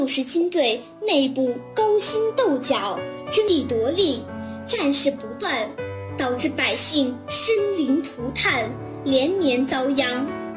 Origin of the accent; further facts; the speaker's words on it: Xuanhan, Sichuan, China; 现在在我的家乡达州市宣汉县城巴沙红军公园建立了王维州纪念馆